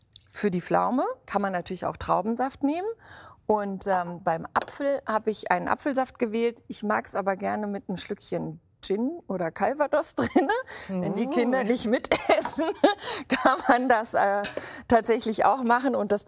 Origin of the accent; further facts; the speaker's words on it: Berlin, Germany; Ich bin ja Berlinerin.